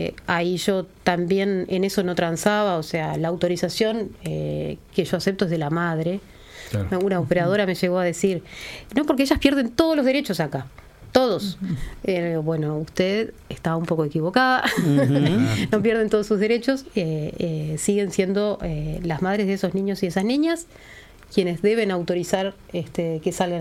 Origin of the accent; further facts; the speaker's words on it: Argentina; born there; Yo me crié en el exilio con mi hermana. De hecho, nací en Argentina yo, ella nació en Suecia.